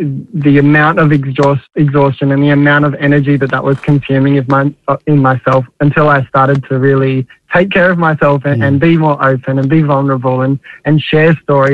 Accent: Katherine, Northern Territory, Australia; moved away as an adult; I grew up in Katherine in the Northern Territory, which is quite a small town

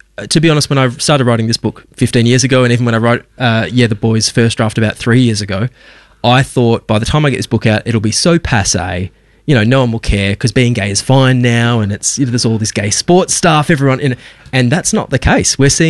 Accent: Geraldton, Western Australia, Australia; born or raised there

